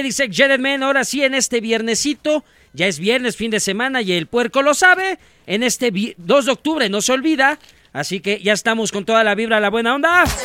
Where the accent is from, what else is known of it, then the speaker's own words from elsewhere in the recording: Mexico; somos mexicanos